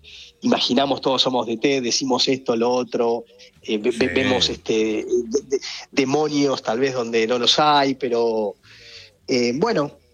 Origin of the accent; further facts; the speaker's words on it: Argentina; Soy más hincha de Vélez, pero eso pasa mucho con los argentinos. Somos más hinchas de nuestros equipos que de la selección.